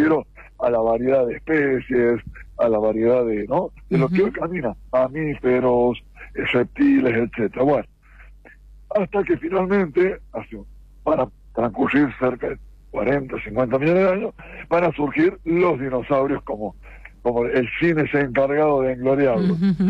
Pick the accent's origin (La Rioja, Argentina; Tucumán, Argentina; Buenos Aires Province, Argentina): La Rioja, Argentina